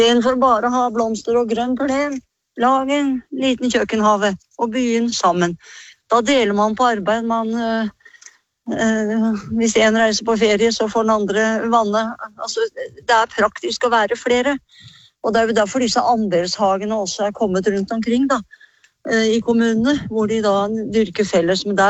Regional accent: Skien, Telemark, Norway; jeg har vokst opp midt i Skien

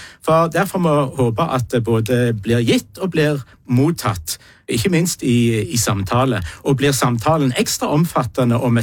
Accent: Western Norway, Norway; jeg som vestlending

